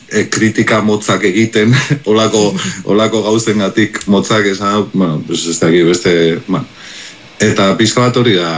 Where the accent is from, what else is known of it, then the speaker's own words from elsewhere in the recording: Basque Country, Spain; ze azkenean, pues, ni Euskal Herrikoa naiz, orduan nahi gabe ere, ba, jakina, ba, irriste egiten dizu euskalkeri batek, edo.